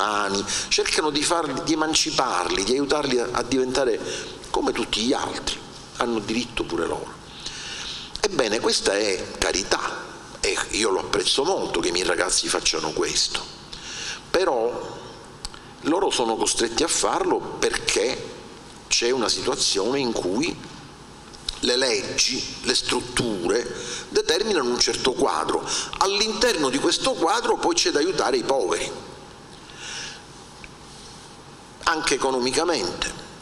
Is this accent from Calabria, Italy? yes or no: no; Palermo, Sicily, Italy; io vengo da Palermo, città disastrata dal sacco edilizio